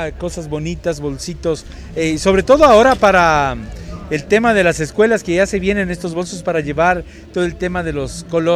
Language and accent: Spanish; Ecuador; nosotros somos bien golosos, los ecuatorianos como tal somos golosos, sobre todo los quiteños, ambateños